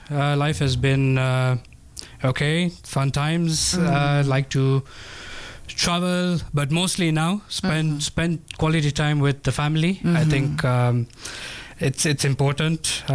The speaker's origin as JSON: {"language": "English", "region": "Mombasa County", "country": "Kenya", "tie": "born or raised there", "moved": "as an adult", "lives_now": "Nairobi, Kenya", "said": "I was born and brought up in Mombasa, so a local Mombasa boy."}